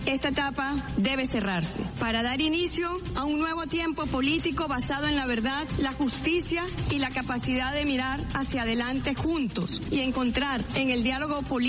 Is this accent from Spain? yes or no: no; Venezuela; Vengo a esta asamblea como una hija más de Venezuela